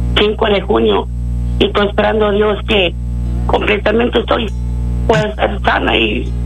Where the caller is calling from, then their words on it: United States; Yo soy de aquí, de Washington.